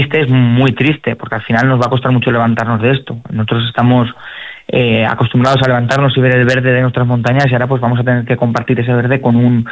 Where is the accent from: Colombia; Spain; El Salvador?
Spain; Gátova, Valencian Community; yo amo Gatova por encima de todas las cosas, sea o no sea alcalde, la amaba antes, la amo ahora y la amaré en el futuro. Al final es mi pueblo donde mi familia ha crecido, donde mi familia pues se ha hecho y igual que la de mis vecinos.